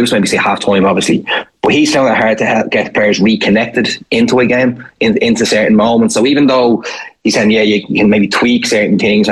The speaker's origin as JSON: {"language": "English", "country": "Ireland", "said": "as an Irish person"}